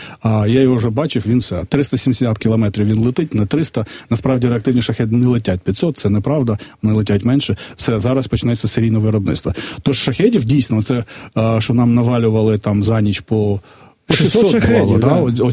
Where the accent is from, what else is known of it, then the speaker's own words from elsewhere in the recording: Vinnytsia, Vinnytsia Oblast, Ukraine; now in Kyiv, Ukraine; я ж родом з Вінниці, в мене там є, я вже давно не живу